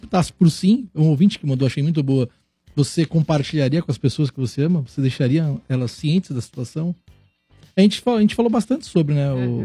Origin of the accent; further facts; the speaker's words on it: São Paulo, Brazil; sou de Pirituba.